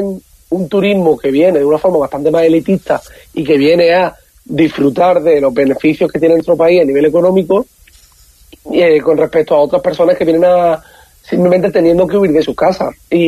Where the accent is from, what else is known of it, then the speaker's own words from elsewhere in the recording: Málaga, Andalusia, Spain; Claro, al final nosotros, cuando como malagueños también, una cosa que nosotros vemos muy reflejada es cómo se nos apropian de distintos espacios, sobre todo, por ejemplo, el centro de nuestra ciudad